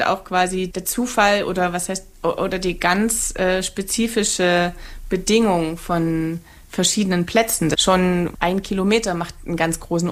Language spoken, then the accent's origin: German; Saxony, Germany; Also da, wo ich herkomme, im Erzgebirge, da driften die Jugendlichen mit dem Auto auf den